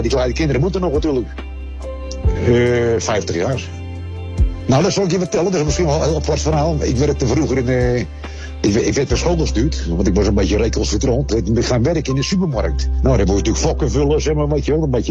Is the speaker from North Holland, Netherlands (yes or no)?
no; Rotterdam, South Holland, Netherlands; born there; Geboren in Rotterdam. Het eind van het jaar word ik al 70 alweer.